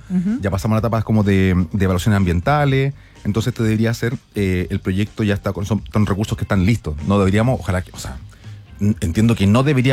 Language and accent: Spanish; Santiago, Santiago Metropolitan Region, Chile